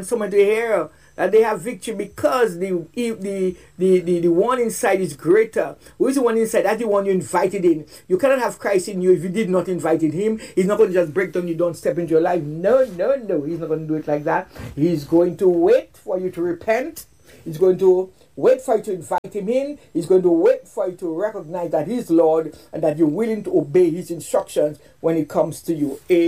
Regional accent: Roseau, Dominica; I grew up in Carnival. Right there by the Windsor Park, the ban had to pass in front of my house.

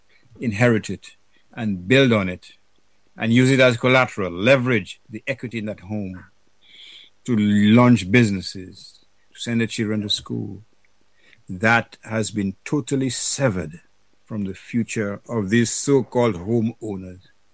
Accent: Portsmouth, Saint John Parish, Dominica; I grew up in Portsmouth. I spent time in Vekas.

